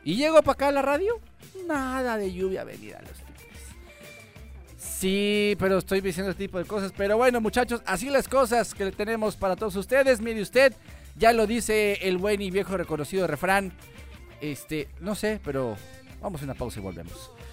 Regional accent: Mexico; todos los mexicanos somos noruegos.

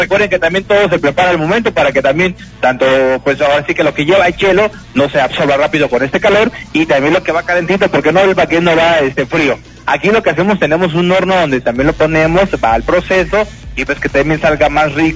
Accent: Cruz Grande, Guerrero, Mexico; now in Monteverde, Mexico; de migrar a la Cruz Grande, que yo soy de la Cruz Grande, venirme a Monteverde

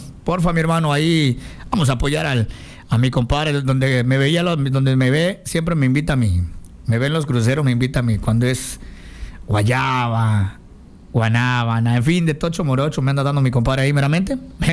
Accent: Chiapas, Mexico; Soy un poquito chinto, soy de Chiapas.

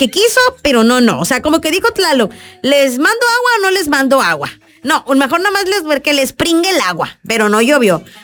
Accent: Tapachula, Chiapas, Mexico; como buenos tapachultecos, celebrando nuestra independencia como buenos mexicanos.

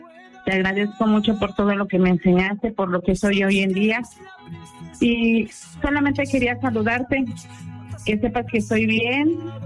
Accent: Mexico City, Mexico; No, yo soy de la Ciudad de México.

